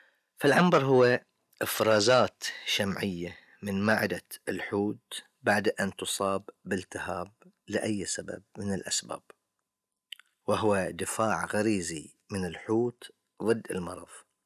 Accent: Bahrain; عندنا في البحرين

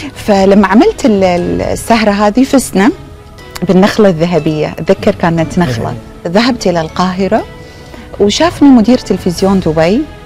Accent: Manama, Capital Governorate, Bahrain; moved away as an adult; now in Dubai, United Arab Emirates; أرجع إلى هذا الحي المتواضع البسيط في البحرين، حي المخارقة، المخارقة إحنا نقول بالبحريني. فتحت عيني على بيت بسيط جدا لأبوين غير متعلمين

